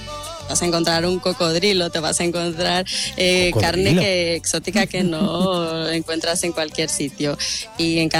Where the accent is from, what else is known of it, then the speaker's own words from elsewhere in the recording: Mexico; now in Spain; Yo soy de México.